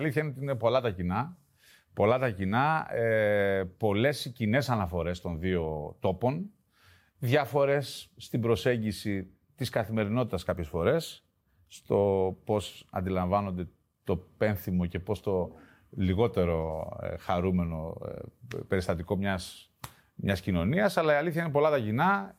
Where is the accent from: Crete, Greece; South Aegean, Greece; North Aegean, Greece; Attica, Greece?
Attica, Greece; Athens; born there; Γεννήθηκα στην Αθήνα.